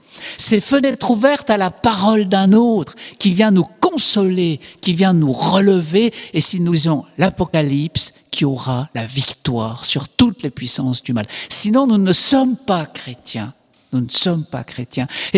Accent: Switzerland; et vous savez qu'en Suisse, comme je suis suisse, hein, il est permis de faire appel à un service assisté

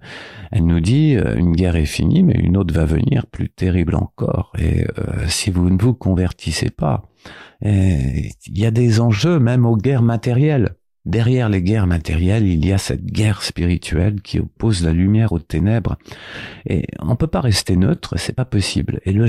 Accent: France; alors qu'on est français?

